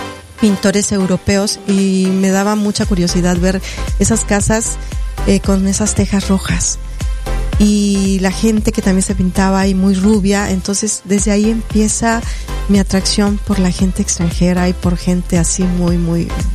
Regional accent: Oaxaca, Mexico; born there; now in Tuxtla Gutiérrez, Mexico; es una cantautora nacida en el Istmo de Tehuantepec, Oaxaca, radicada hace ya más de 3 décadas en Tuxtla Gutiérrez. Habito Tuxtla y habito Oaxaca.

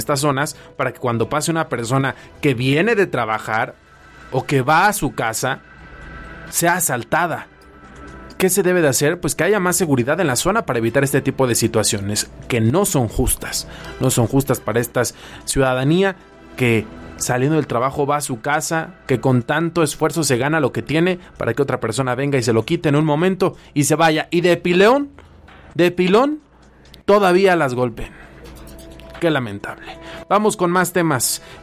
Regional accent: León, Guanajuato, Mexico; para la gente que somos de aquí de León

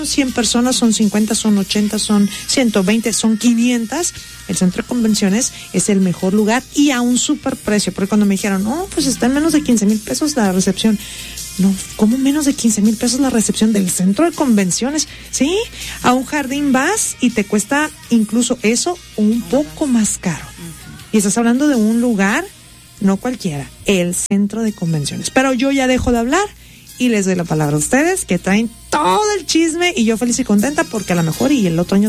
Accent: Mexico; Porque pues nosotros, como decíamos fuera del aire, es que somos mexicanos.

